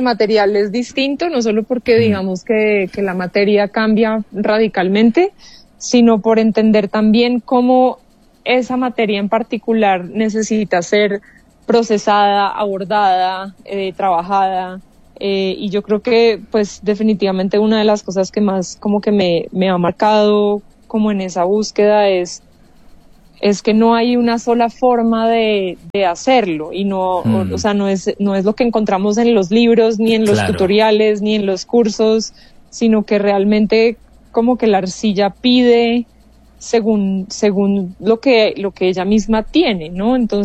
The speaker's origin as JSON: {"language": "Spanish", "country": "Colombia", "said": "Y hay definitivamente como una búsqueda como por volver como a lo propio, como como latinoamericana, como colombiana. Yo siento como un llamado muy grande como por mirar hacia adentro, mirar lo que tenemos en esta región tan increíble que habitamos en este continente."}